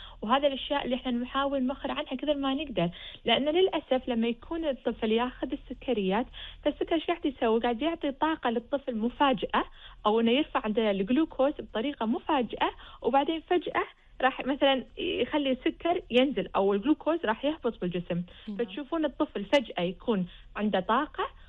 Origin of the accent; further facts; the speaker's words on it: Kuwait; احنا عندنا بالكويت مع الجو الحار